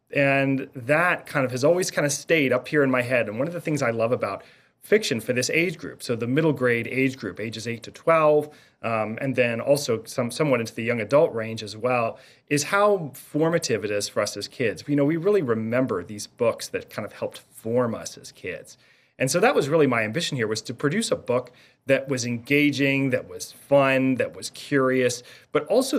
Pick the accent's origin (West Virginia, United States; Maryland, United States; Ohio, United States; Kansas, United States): West Virginia, United States; I was a middle school teacher in a Catholic school in my home state of West Virginia.